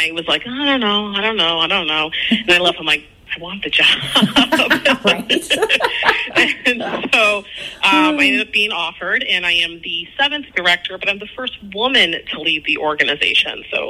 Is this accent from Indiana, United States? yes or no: yes; Indiana, United States; born there; moved away as an adult; also born or lived in Michigan / New York / North Carolina / Texas; I'm a Hoosier-born person, and I was born in Northwest Indiana. Went to Ball State, went to Valparaiso, but prior to my time here, I worked in Michigan.